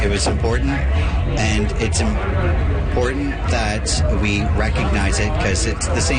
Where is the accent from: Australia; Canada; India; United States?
Canada; Saint John, New Brunswick; also born or lived in Miramichi; I'm from St. John, just down the road.